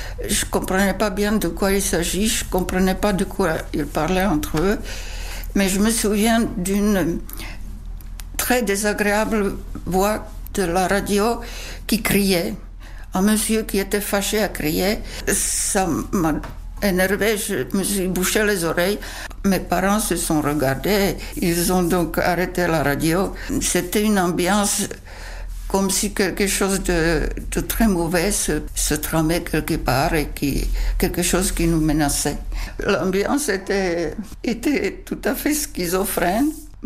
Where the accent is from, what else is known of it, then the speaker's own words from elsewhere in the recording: Plzeň, Plzeň Region, Czechia; moved away as an adult; now in France; je suis née en Tchécoslovaquie juste à la fin de la guerre 1944 dans une ville près de la frontière allemande, ville qui s'appelle Plzeň. Plzeň qui est une ville industrielle et très connue par ses grandes usines Skoda.